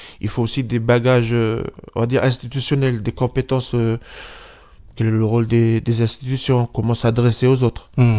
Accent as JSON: {"language": "French", "country": "New Caledonia", "second_language": "French", "said": "le français n'est pas notre langue maternelle. C'est ça. Nous, on est coutumiers à la maison, on parle notre langue."}